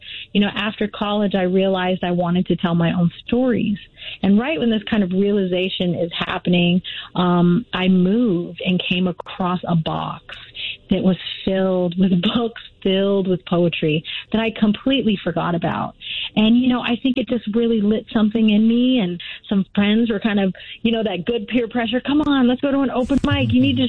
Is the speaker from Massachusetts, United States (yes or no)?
no; Las Vegas, Nevada, United States; I was born and raised in Las Vegas. I was raised on the east side of Las Vegas. I went to Las Vegas High School, the whole shebang.